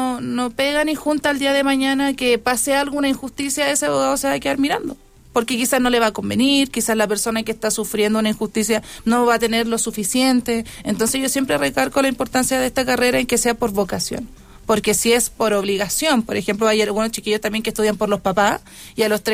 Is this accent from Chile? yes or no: yes; Calama, Antofagasta, Chile; born or raised there; also born or lived in Iquique